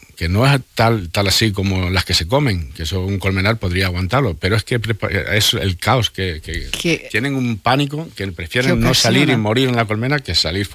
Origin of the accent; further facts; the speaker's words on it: Valero, Castile and León, Spain; Yo soy de Valero, como todo el mundo sabe. Y en mi pueblo, que yo recuerde, el último que se ha incorporado un sobrino mío